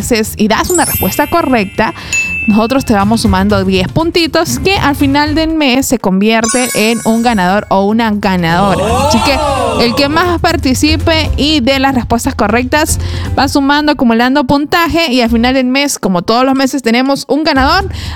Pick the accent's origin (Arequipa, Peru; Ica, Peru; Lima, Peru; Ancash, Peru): Ica, Peru; Pisco; yo también soy de Pisco.